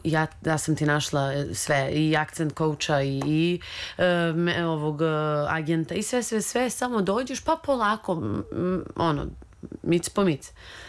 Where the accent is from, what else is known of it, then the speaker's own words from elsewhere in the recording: Serbia; ja sam iz Srbije, ja sam odavde, ja sam naša